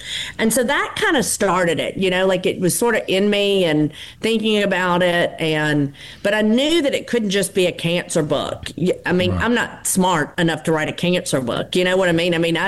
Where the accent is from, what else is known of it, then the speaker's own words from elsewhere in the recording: Rosedale, Mississippi, United States; growing up in Rosedale